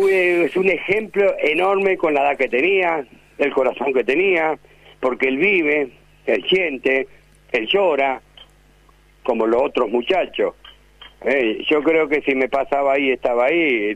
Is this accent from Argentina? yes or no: yes; Argentina; no es la imagen que somos los argentinos